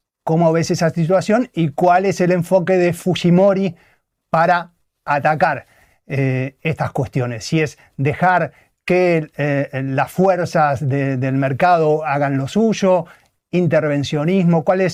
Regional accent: Argentina; yo soy argentino

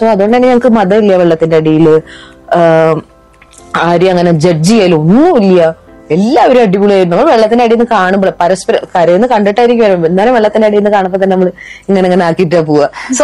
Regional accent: Pattambi, Kerala, India; എന്റെ നാട്ടുകാർ ഭയങ്കര പാവങ്ങളാണ്, ഭയങ്കര നിഷ്കളങ്കരായിട്ടുള്ള ഒരു ആളുകളാണ് ഏകദേശം പാലക്കാട് പട്ടാമ്പി അല്ലെങ്കിൽ പാലക്കാട് ഏരിയാസിലുള്ളവർ എന്ന് പറയുന്നത്.

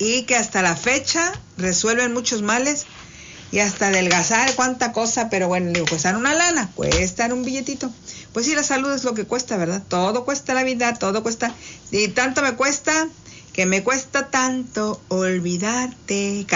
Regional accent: Mexico; born there; Es una chulada ser mexicano. Gracias, Señor Dios. Bendito seas porque nacimos en México. ¡Viva México!

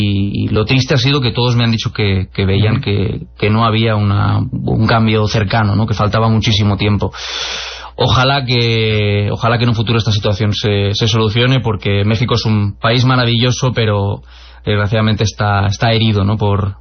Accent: Spain; Como dices, es verdad que en otros países, yo personalmente que soy de España, creo que aquí sería una noticia nacional que estaría resonando en todos los lugares.

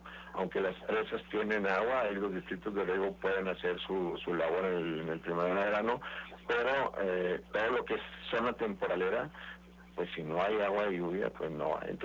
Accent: Mexico; están como los mexicanos cuando queremos brincar a Estados Unidos de manera ilegal

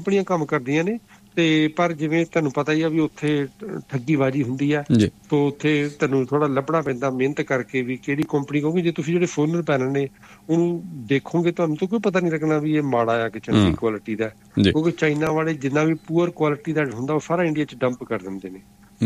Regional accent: Jalandhar, Punjab, India; ਤੇ ਮੇਰਾ ਪਿੰਡ ਜਲੰਧਰ ਦੇ ਲੱਗਿਆ, ਅਸੀਂ ਉੱਥੇ ਜਲੰਧਰ ਵਗੈਰਾ ਦੇ ਲਵਾ ਰਹੇ ਹਾਂ

